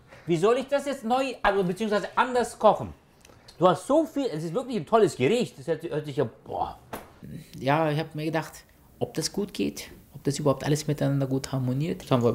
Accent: Munich, Bavaria, Germany; born there; also born or lived in Turkey; der in Osternatürlingen geboren ist, in Deutschland, München aufgewachsen ist

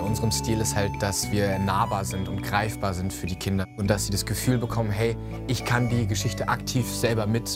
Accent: Wiesbaden, Hesse, Germany; ich bin 20 Jahre alt, aufgewachsen in Wiesbaden-Nornstadt.

